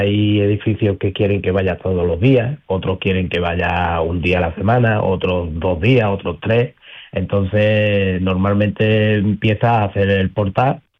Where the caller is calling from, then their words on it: Torre del Mar, Andalusia, Spain; en Torre del Mar.